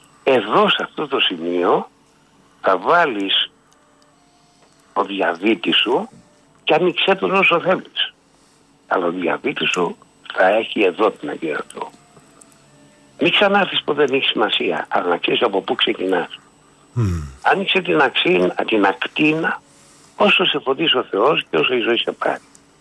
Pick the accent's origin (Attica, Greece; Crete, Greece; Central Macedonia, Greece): Attica, Greece; Vyronas; born there; το σπίτι στο οποίο γεννήθηκα ήταν ένα προσφυγικό σπίτι στον Δίρονα. Στον Δίρονα, γιατί εκεί έμειναν οι δικοί μου, με νοικιοστάσιο, στην οπό Κύπρου 71 και Ερυθρέας γωνία.